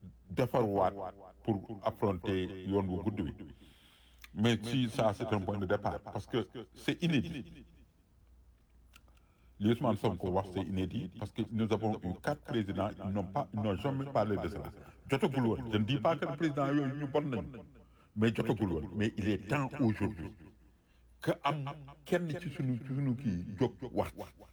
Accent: Senegal; en tant que Sénégalais et Noir.

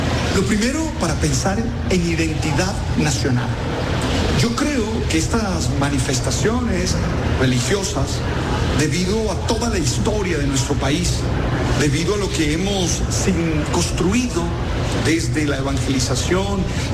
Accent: Colombia; Entonces necesitamos pensar en qué nos identifica como colombianos

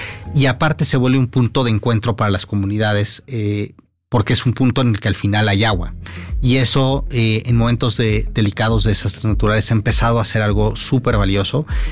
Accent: Mexico

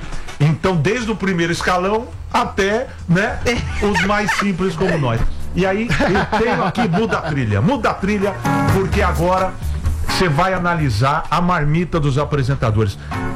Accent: Rio de Janeiro, Brazil; Eu sou da Zona Norte, da Tijuca.

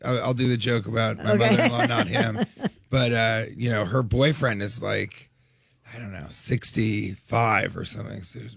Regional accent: Denver, Colorado, United States; now in New York City, United States; But yeah, originally from Denver.

